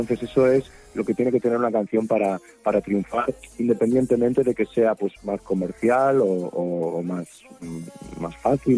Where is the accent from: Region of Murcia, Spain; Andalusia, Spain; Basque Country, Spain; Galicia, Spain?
Galicia, Spain; Galicia, evidentemente estará en el mapa, que es mi tierra.